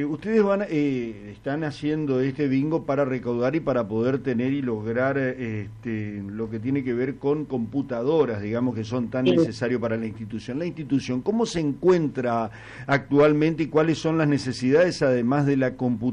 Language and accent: Spanish; Resistencia, Chaco, Argentina; nosotros somos de acá de Resistencia